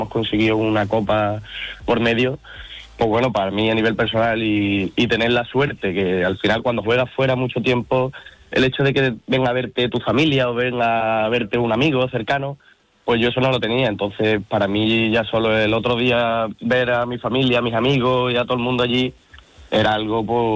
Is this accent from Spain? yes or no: yes; Seville, Andalusia, Spain; Hombre, yo por ejemplo que soy de aquí de Sevilla